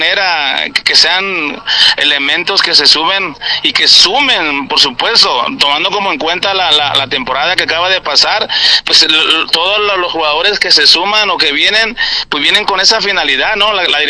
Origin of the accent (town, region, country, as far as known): Nayarit, Mexico